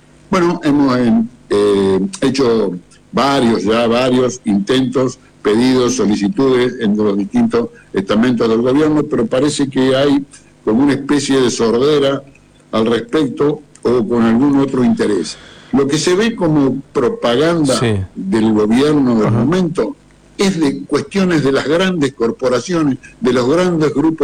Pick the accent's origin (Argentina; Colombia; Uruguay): Argentina; nosotros como argentinos